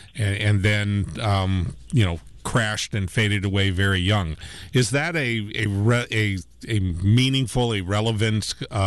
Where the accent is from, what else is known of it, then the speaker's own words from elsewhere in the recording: United States; I grew up here in the Quad Cities